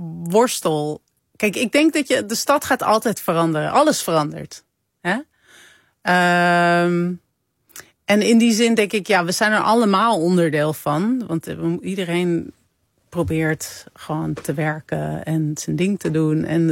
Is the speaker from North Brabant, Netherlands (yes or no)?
no; Amsterdam, North Holland, Netherlands; Ja, ik kom ook uit Amsterdam.